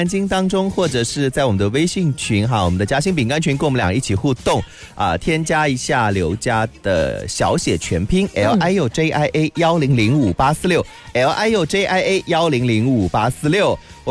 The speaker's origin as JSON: {"language": "Chinese", "town": "Changzhou", "region": "Jiangsu", "country": "China", "said": "我说我们那儿鹅叫白乌龟"}